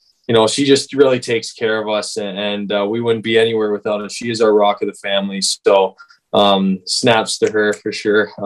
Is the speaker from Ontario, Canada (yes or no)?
yes; King City, Ontario, Canada; I'm from King City. We have a small local rink just by my house, like maybe a 2-3 minute walk away.